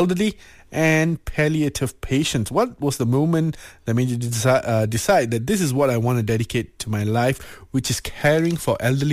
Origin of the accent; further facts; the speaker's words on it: Malaysia; because I come from Felda Settlers, right? Uh-huh. So I used to stay there for a bit.